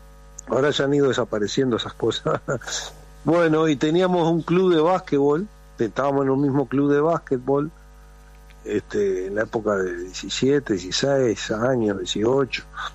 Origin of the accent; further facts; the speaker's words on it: Rocha, Uruguay; nosotros somos de Rocha.